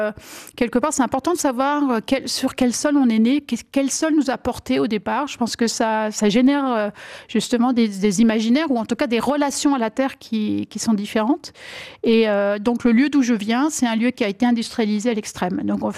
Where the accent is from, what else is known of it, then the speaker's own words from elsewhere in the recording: Grand Est, France; born there; Alors, je suis née dans la Marne, je suis née dans ce qu'on appelait la Champagne pouilleuse.